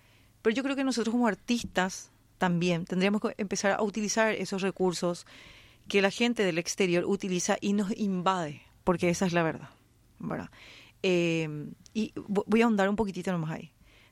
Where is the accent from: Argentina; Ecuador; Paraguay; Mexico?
Paraguay; misma como paraguaya te digo